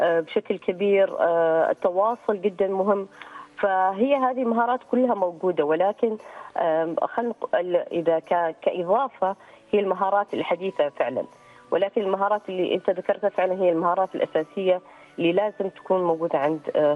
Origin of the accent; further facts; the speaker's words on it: Oman; عندنا في سلطنة عمان